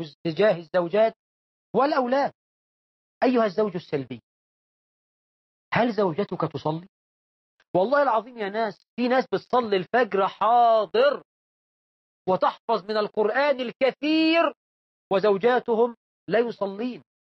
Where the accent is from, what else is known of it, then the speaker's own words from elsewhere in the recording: Egypt; وطيب عندنا في عرفنا كمصريين يعني ملوش كلمة.